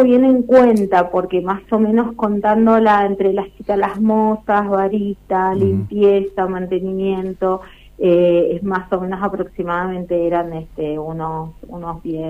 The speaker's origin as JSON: {"language": "Spanish", "town": "Uspallata", "region": "Mendoza", "country": "Argentina", "tie": "born or raised there", "said": "yo estoy nacida y criada acá en Uspallata."}